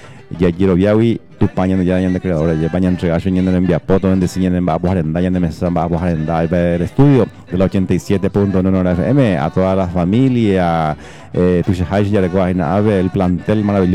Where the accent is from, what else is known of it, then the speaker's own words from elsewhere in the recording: Paraguay; me sentí como buen paraguayo